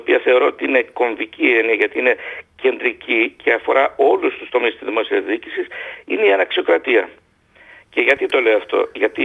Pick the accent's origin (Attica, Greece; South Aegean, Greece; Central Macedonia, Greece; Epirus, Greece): Epirus, Greece; Είμαι από την Ήπειρο